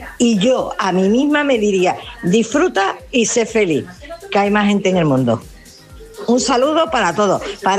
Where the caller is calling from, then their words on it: Seville, Andalusia, Spain; aquí de Sevilla.